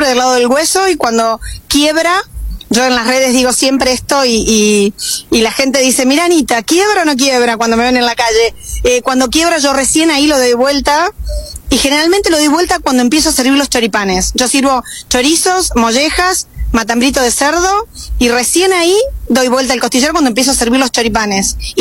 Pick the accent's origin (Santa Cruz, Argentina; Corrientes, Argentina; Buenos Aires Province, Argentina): Buenos Aires Province, Argentina; El Triunfo; now in Buenos Aires, Argentina; Vengo de Buenos Aires. Yo en realidad soy de la provincia de Buenos Aires. Soy de un pueblito que se llama El Triunfo, cerca de Lincoln. Vivo en Capital.